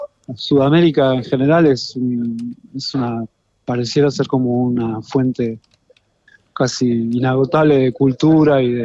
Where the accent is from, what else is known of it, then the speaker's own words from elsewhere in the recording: Argentina; moved away; lo vi en mi país, es un lugar espectacular